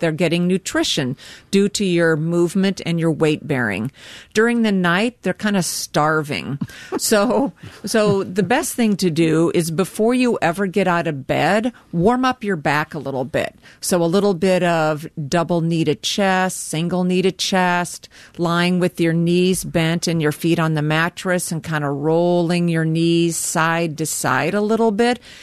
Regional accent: Carroll, Iowa, United States; We're from Carroll.

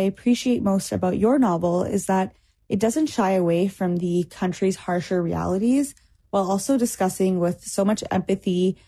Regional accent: Canada; born there; I'm calling from Canada and I run the Instagram page Booked Beyond Words.

